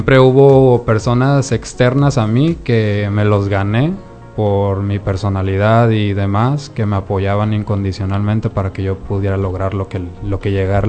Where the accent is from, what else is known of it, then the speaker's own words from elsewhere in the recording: Tepic, Nayarit, Mexico; Yo soy de aquí, de Tepic, Nayarit. Nací en el 98